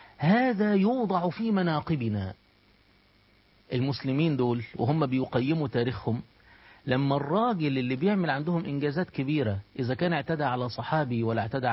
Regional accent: Egypt; خليني أقول لك مثلا باعتباري مصري، هو هضرب لك المثل المصري

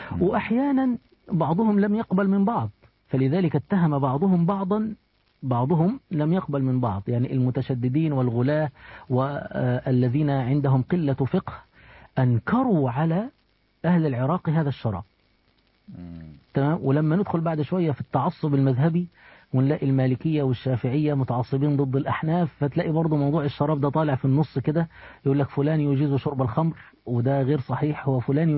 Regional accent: Egypt; يعني مثلا إحنا عندنا في مصر النقاب قليل، النقاب قليل، المتدينة الموجودة في مصر هي المتدينة التي تكشف وجهها

